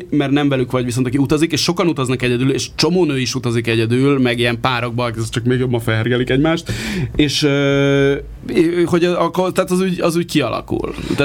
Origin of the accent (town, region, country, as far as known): Hungary